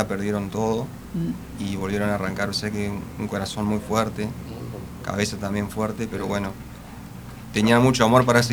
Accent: Paraná, Entre Ríos, Argentina; born there; Yo nací en Bajada Grande, en la zona se asentaron eslovenos y croatas, vinieron... Son los dos asentamientos más grandes que se dieron en la zona de Paraná, en Bajada Grande.

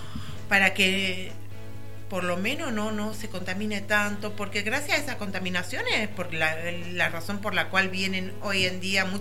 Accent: Argentina; Los argentinos somos especialistas en romper reglas, en no cumplirlas.

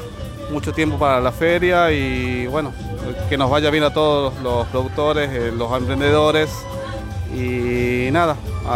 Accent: Santa María, Catamarca, Argentina; Yo soy de Santa María, departamento Santa María, provincia de Catamarca.

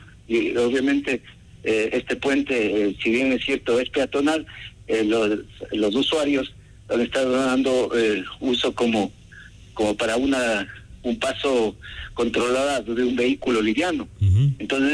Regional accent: Baños, Tungurahua, Ecuador; yo también soy de Baños

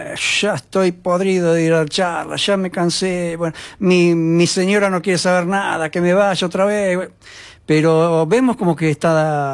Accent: General Pico, La Pampa, Argentina; moved away as an adult; now in Santa Rosa, Argentina; yo soy de Pico y me vine en el 88 a Santa Rosa.

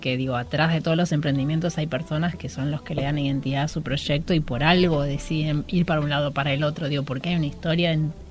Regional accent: Buenos Aires, Argentina; born there; Nací en Barracas y soy muy de barrio.

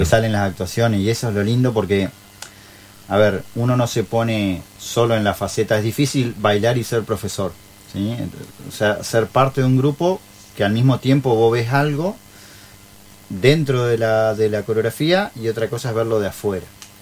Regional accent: Valle María, Entre Ríos, Argentina; Todos somos acá de Valle María. Salvo Jessica, pero ya Jessica ya es de Valle María, claro, también.

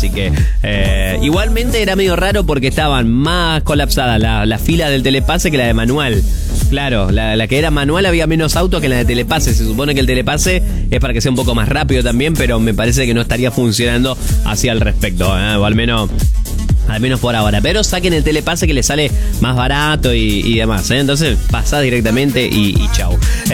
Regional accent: Pergamino, Buenos Aires Province, Argentina

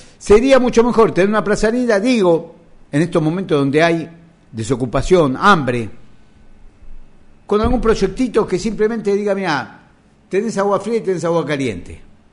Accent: Buenos Aires, Argentina; yo soy porteño

